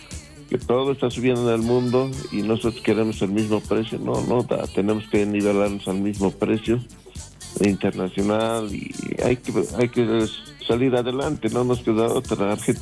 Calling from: Oruro, Bolivia; Acá de la ciudad de Oruro.

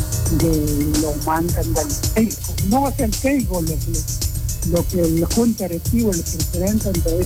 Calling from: Guatemala; de la Tortuga.

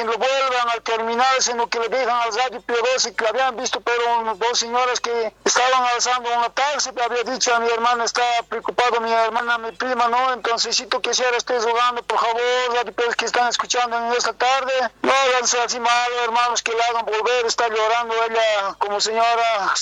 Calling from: Charcas Province, Potosí, Bolivia; de aquí de la Pararía, provincia Charcos

